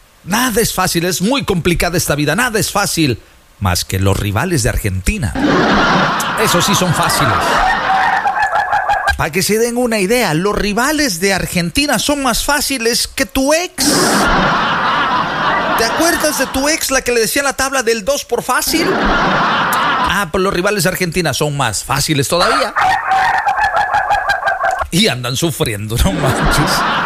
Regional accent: Mexico; born there; el gentilicio de las personas que nacimos en México es mexicanos

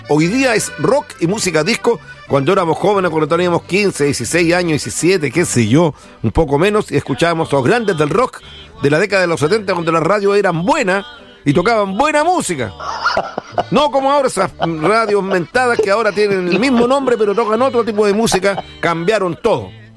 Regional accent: Rapel, O'Higgins, Chile; a toda la gente de mi pueblo querido Rapel, también que nos escuchan por ese lugar

